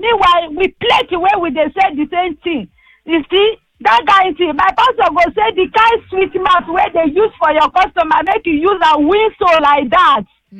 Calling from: Anthony Village, Lagos, Nigeria; I'm calling from Anthony Village.

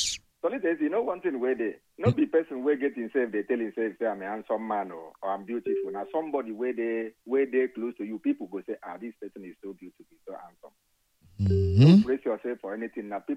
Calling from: Canada; I'm calling you from Canada.

